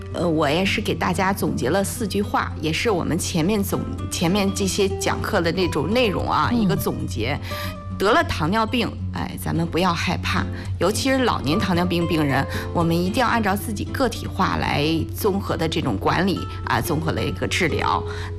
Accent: China

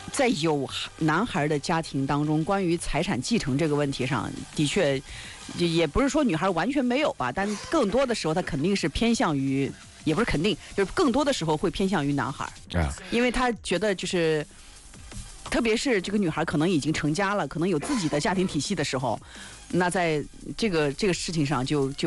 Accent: China

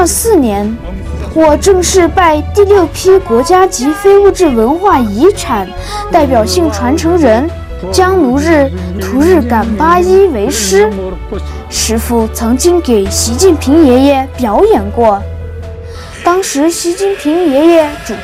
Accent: Wuqia County, Xinjiang, China; 我的家乡在祖国最西部的乌恰县

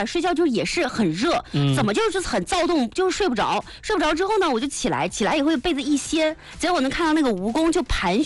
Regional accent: Hefei, Anhui, China; 因为我们家小的时候是住在哪儿呢？住在山下面，大蜀山下面

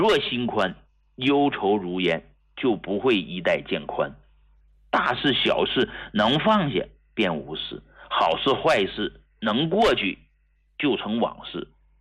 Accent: Hegang, Heilongjiang, China; moved away as an adult; now in Beijing, China; 我是来自黑龙江鹤岗工农区的一个啊小村庄，我从来没有忘记过我是一农民，农村出来的那么一个平民医者。

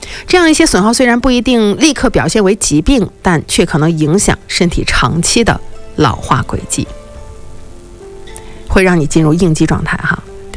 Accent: Inner Mongolia, China; born or raised there

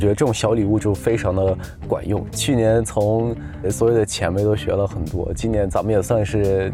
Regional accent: Thailand; 然后今年又来了一下，回到我的家乡泰国。

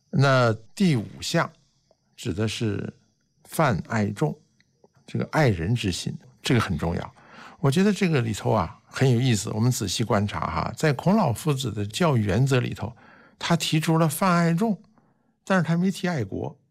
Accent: China; 我们中国人

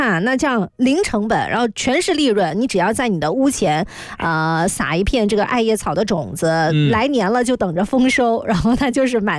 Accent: Shandong, China; moved away; 在山东那边啊，我老家这边

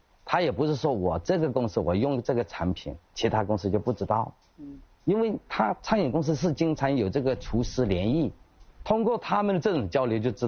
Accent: Hunan, China

